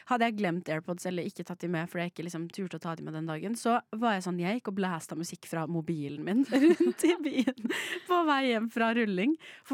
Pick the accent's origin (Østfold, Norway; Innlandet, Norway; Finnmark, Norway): Østfold, Norway; Knapstad; Jeg er fra Østfold, men ja, det er ikke så mange som vet hvor Knapstad er, så vi kan si det er i Akershus.